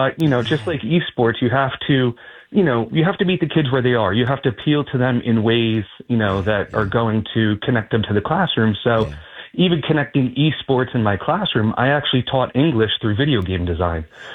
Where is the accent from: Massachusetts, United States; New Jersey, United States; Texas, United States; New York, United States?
New Jersey, United States; Lacey Township; now in Toms River, United States; I grew up in Lacey Township right here in Ocean County. And then after college, I moved to Toms River and I've been teaching in Ocean County